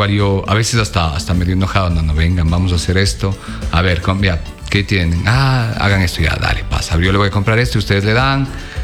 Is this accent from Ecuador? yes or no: yes; Cuenca, Azuay, Ecuador; Yo sé que incluso a muchos cuencanos no nos gusta. A mí no es que me guste el cantadito, pero es parte de nuestra identidad.